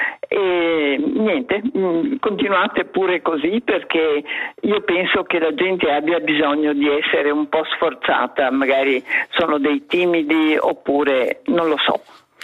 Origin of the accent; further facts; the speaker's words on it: Lugano, Ticino, Switzerland; also born or lived in Padua, Italy; Sono qui da 4 anni e vengo da Lugano e prima ancora da Padova.